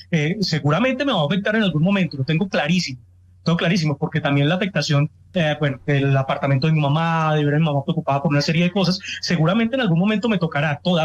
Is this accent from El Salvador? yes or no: no; Pereira, Risaralda, Colombia; Y bueno, yo soy de Pereira y les cuento que me perdí llegando al sitio para donde iba, que era la casa de mis tíos.